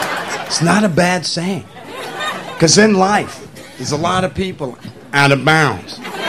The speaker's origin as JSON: {"language": "English", "town": "New York City", "region": "New York", "country": "United States", "said": "I'm a New Yorker, you know, New Yorkers and New Jersey people."}